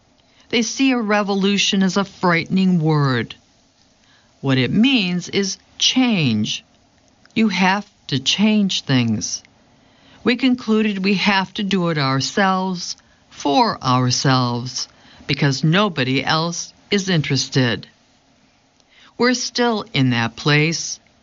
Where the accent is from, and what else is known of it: Chicago, Illinois, United States; born or raised there